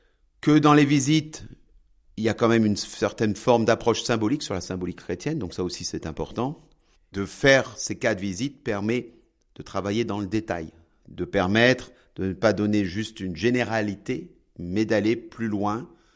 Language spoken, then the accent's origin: French; Carcassonne, Occitanie, France; born or raised there